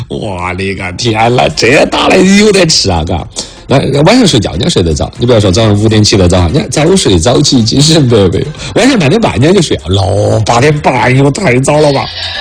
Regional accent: China

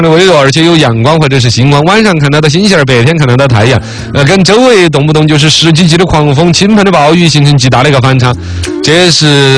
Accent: China; 我们中国人民了，

